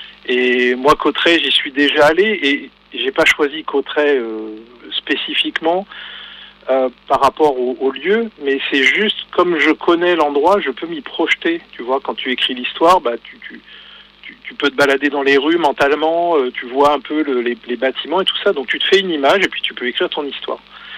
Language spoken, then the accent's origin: French; Brittany, France; Moi, je suis pas quelqu'un de la montagne. Je viens de Bretagne